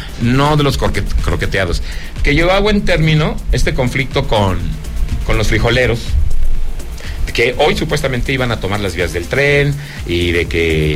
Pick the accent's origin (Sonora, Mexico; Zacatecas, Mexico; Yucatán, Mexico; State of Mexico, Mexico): Zacatecas, Mexico; De mi tierra, Zacatecas, no, porque pues no hay producción.